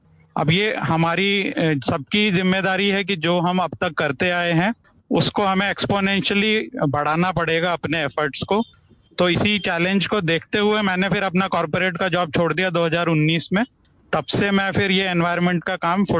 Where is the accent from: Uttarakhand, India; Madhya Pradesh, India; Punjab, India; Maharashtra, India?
Uttarakhand, India; Rishikesh; also born or lived in Delhi; मैं वैसे दिल्ली से हूं, बट मेरा जो बॉर्न एंड ब्रॉट अप है वो ऋषिकेश में हुआ है, और अभी मैं देहरादून में हूँ।